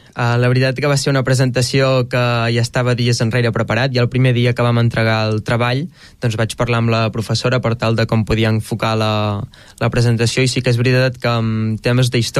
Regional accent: Anglès, Catalonia, Spain; also born or lived in Calella / Tordera; doncs van venir aquí a Tordera, però entre una cosa i una altra els pares es van separar, i doncs vaig anar cap a anglès. Això quan ja era petit tenia uns dos anyets o així.

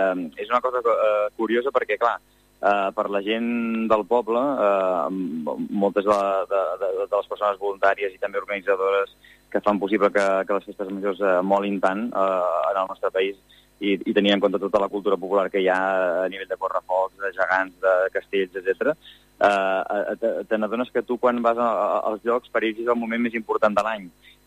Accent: Terrassa, Catalonia, Spain; nosaltres som de Terrassa, que és una ciutat, mig poble també per la zona on vivim, de Terrassa

